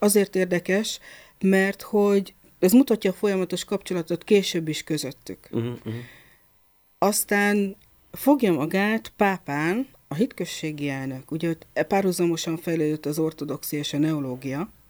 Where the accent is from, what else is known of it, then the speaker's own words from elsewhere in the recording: Pápa, Veszprém County, Hungary; mivel pápai vagyok, ugye pápához húz a szívem